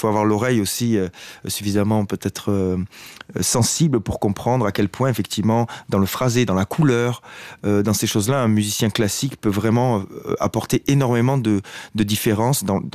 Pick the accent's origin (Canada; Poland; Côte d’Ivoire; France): France; Occitanie; moi je suis des Hautes-Pyrénées, donc c'est un endroit où, voilà, c'est l'endroit où je suis né et où j'habite encore aujourd'hui d'ailleurs